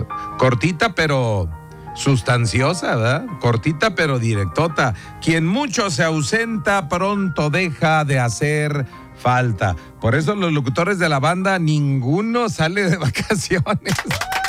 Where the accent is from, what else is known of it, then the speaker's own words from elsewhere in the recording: Mexico; Primero soy mexicano.